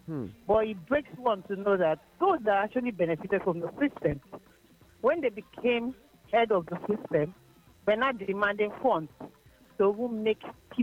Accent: Lagos, Nigeria; growing up in Ajegunle

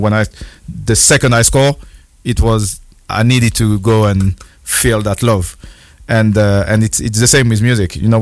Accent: Marseille, Provence-Alpes-Côte d'Azur, France; moved away; I'm from Marseille

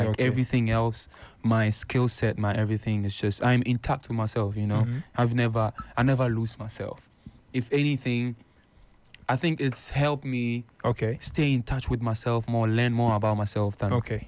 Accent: Konongo, Ashanti, Ghana; also born or lived in Accra / Tema / Lagos; I grew up in Konongo Zongo.

